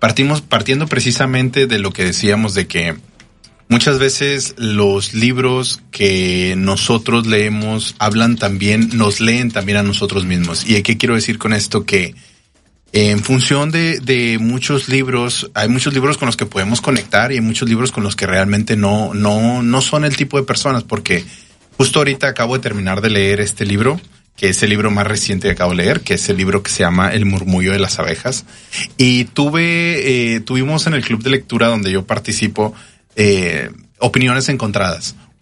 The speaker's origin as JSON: {"language": "Spanish", "region": "northern Mexico", "country": "Mexico", "said": "yo como buen norteño"}